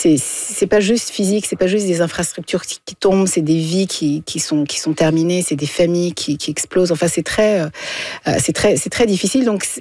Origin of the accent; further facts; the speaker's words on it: Montreal, Quebec, Canada; comme au Canada, au Québec, à Montréal. J'ai grandi à Montréal